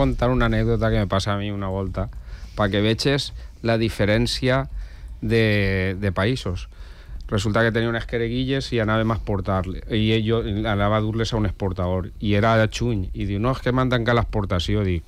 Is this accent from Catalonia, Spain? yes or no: no; Meliana, Valencian Community, Spain; Jo que sóc de Meliana